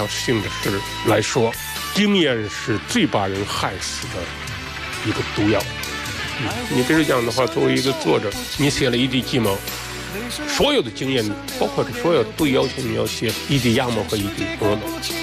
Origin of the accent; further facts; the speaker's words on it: Henan, China; 我们河南人还有一个人还是很伟大的